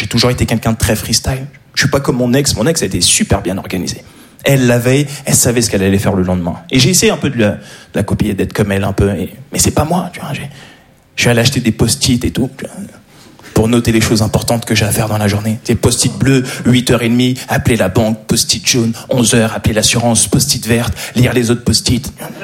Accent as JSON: {"language": "French", "town": "Paris", "region": "Île-de-France", "country": "France", "said": "Je suis un parisien, voilà ce que je suis."}